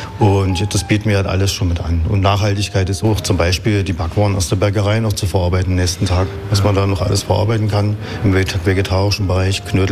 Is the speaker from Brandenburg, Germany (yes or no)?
yes; Brandenburg, Germany; also born or lived in Bavaria; now in Saxony, Germany; Ich bin Brandenburger und Sachsen zu Hause.